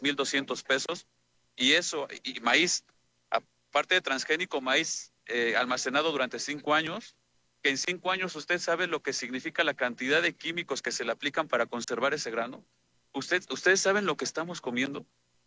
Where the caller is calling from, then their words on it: Tlaxcala, Mexico; Compañeros agricultores de Tlaxcala